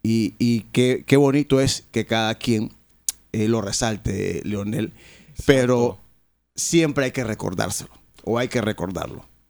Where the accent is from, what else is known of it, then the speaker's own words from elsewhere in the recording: Colón, Panama; a pesar de que son o somos negros, o somos de Colón.